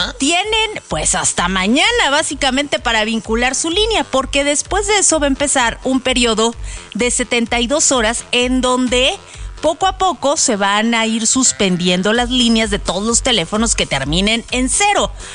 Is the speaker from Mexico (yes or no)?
yes; Mexico; Oye, y como buen mexicano, al último momento, sí.